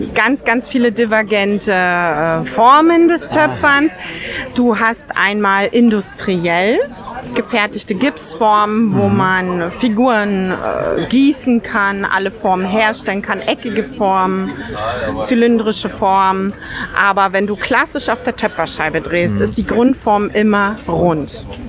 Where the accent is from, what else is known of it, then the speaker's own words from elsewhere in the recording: Cottbus, Brandenburg, Germany; born there; Ja, also ich stamme gebürtig aus Cottbus, das ist ganz in der Nähe vom Spreewald